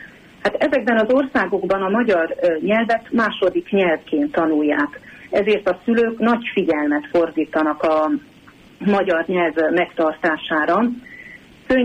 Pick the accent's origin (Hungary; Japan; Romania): Romania; Kisbacon, Covasna; Ahogy említettem is, ott születtem Kisbaszonban. Ott nőttem fel, aztán tudatosult bennem, hogy ez egy különleges környezet és családi háttér.